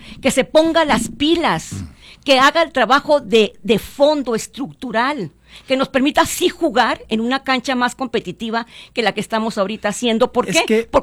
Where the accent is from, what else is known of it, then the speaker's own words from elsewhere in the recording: Mexico; así somos los mexicanos